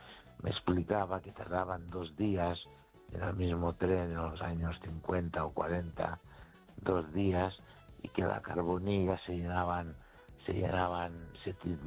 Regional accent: Galicia, Spain; Y mi pueblo está a unos 9 kilómetros o 8 de los Peares.

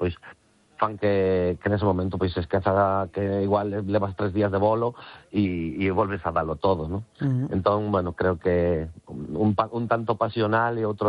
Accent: Galicia, Spain; Entendía que seríamos vascos, pero nada máis, non. Somos galegos, 100%.

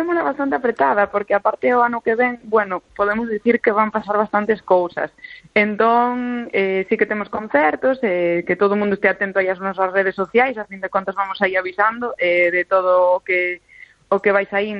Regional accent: Galicia, Spain; eu creo que é un patrimonio, bueno, inmaterial, fundamental que nos define como galegos realmente.

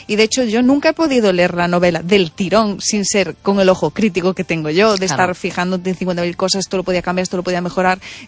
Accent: Vilalba, Galicia, Spain

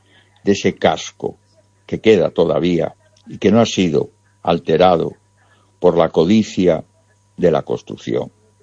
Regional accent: Galicia, Spain; forma parte de mi paisaje y que evidentemente, como buen gallego, pretendo cuidar y mostrar.

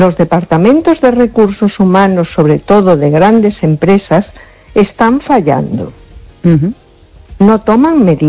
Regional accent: A Coruña, Galicia, Spain

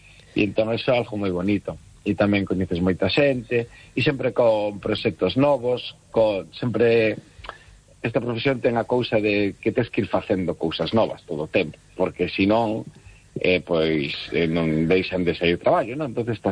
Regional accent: Cangas, Galicia, Spain; onde son contos de mulleres do Morrazo, que é onde son eu, de Cangas.

